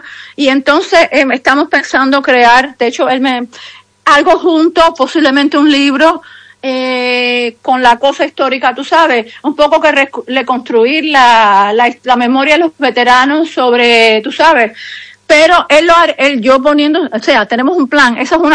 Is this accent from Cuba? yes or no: yes; Cuba; moved away; Yo llevo Cuba conmigo, ojo. La llevo en mi acento, la llevo en mi sangre, pero la situación está muy triste.